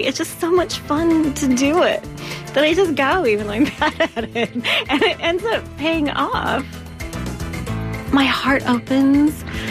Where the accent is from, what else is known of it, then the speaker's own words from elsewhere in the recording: Guilford, Connecticut, United States; from Guilford, and I showed up my very first time to an open house for salsa today, just cold.